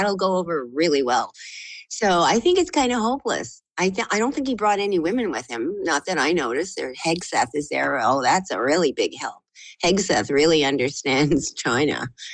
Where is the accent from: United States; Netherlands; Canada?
Canada; Maybe because I'm a Canadian.